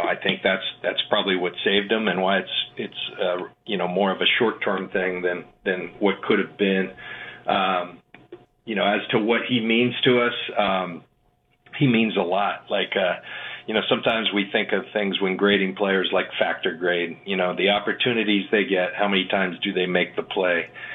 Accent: San Diego, California, United States; the Chargers, when my hometown asked me, and they weren't a good team at the time.

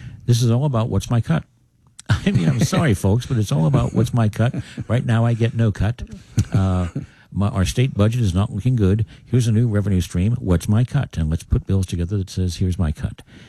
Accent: Uniontown, Pennsylvania, United States; I grew up in Uniontown.

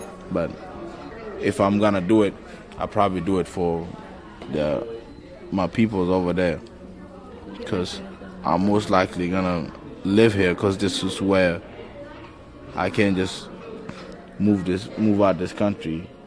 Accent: Acholi, Sudan; first language Acholi; English is a second language; now in United States; In Sudan, right? In Sudan, the national language is Arabic. But Sudan is mixed with a whole bunch of tribes, and my native language is Acholi. I'm from the Acholi tribe, you know? And I speak Acholi, Arabic, English is my third language.

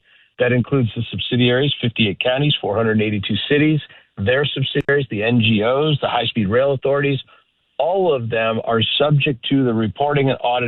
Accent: California, United States; I am a Californian, almost lifelong. I had my first birthday here on Route 66 in 1967. Grew up in Southern California.

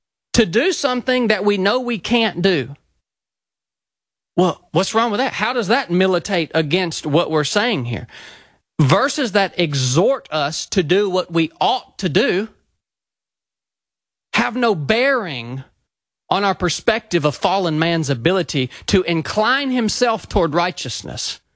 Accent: the South, United States; So I grew up obviously in the South

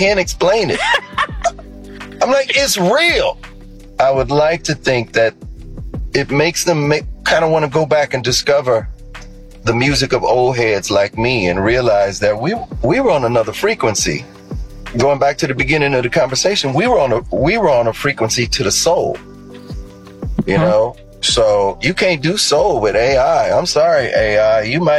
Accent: Milwaukee, Wisconsin, United States; Y'all get the triple whammy with me because I'm Black, I'm a Libra, and I'm from Milwaukee.

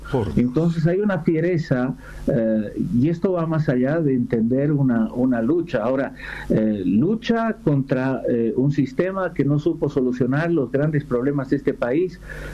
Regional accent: La Paz, Bolivia; tienes 2 millones de personas, que somos la población del Alto y de La Paz

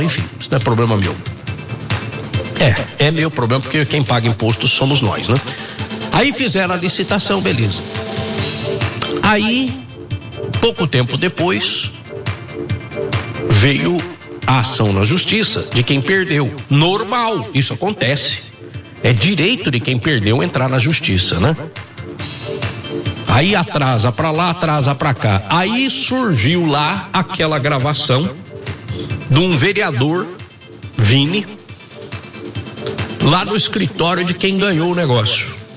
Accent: Minas Gerais, Brazil; Eu sou mineiro, desconfiado.

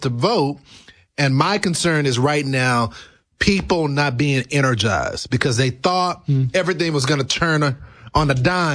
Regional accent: Texas, United States; But right now, look at my home state of Texas.

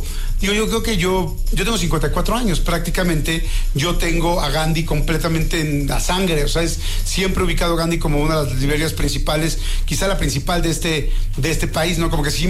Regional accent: Mexico; Porque somos mexicanos y estamos también ahí.

